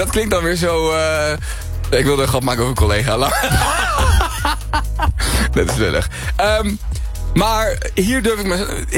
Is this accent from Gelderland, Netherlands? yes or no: no; Voorschoten, South Holland, Netherlands; ik kom er wel uit Voorschoten, maar ik ben gewoon van de straat. Ik ben van de straat in Voorschoten.